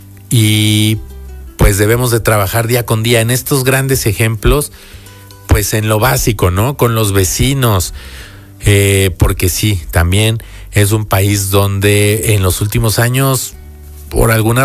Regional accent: Mexico; una pequeña pausa, no solo en un 15 de septiembre, sino en otras fechas, y abrazarnos y celebrar como mexicanos, abrazar al de junto, festejar con él.

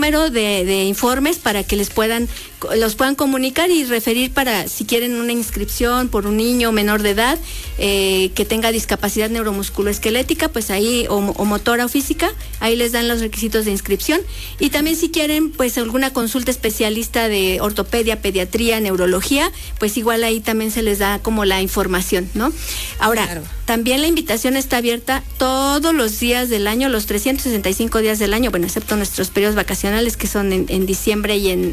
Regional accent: Mexico; juntos como mexicanos hemos construido

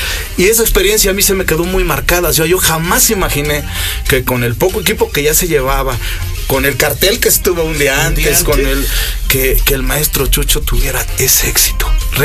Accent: San Sebastián Villanueva, Mexico; Entonces un día llegan … a tocar de donde yo soy, San Sebastián Villanueva, la tierra de la tuna y el nopal.

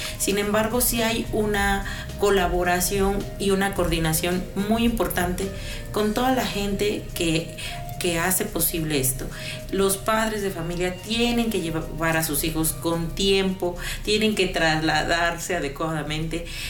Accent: Mexico

